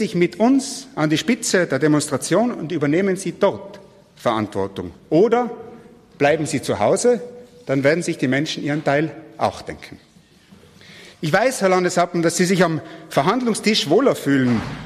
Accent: Tyrol, Austria; Wir Tirolerinnen und Tiroler

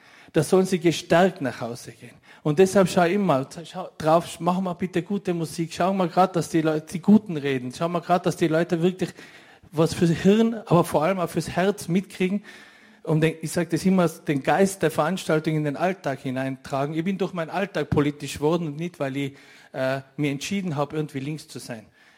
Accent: Innsbruck, Tyrol, Austria; Ich bin im Z6 im Jugendzentrum aufgewachsen. Und 1994, also ich bin 77 geboren

